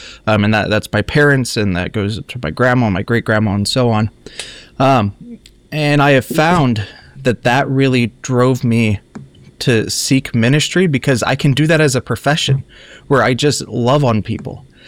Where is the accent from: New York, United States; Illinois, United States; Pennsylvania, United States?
Illinois, United States; Quincy; I grew up in Quincy, Illinois. So I'm from the Central Illinois District. That's where my vicarage is now.